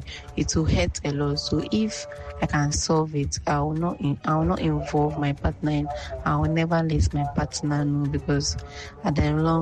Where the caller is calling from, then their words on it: Nima, Greater Accra, Ghana; I'm speaking from Nima.